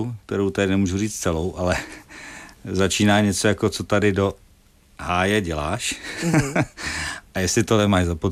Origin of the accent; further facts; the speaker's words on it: Želeč, South Bohemian Region, Czechia; Z České republiky musím říct, že jsem jel od Tábora a musím říct, že jsem jel ze Želče u Tábora